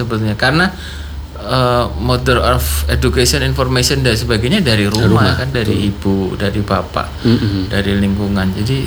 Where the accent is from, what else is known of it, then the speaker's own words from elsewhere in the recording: East Java, Indonesia; accent: East Javanese; kok aku Jawa Timurane metu